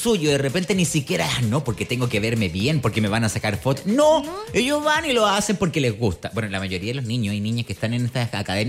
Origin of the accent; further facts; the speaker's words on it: Chile; Si no le ponís de uno, no soy chileno.